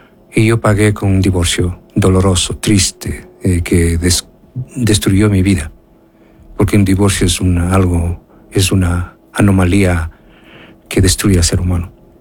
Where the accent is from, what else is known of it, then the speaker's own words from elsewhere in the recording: Ecuador; yo ya no soy ecuatoriano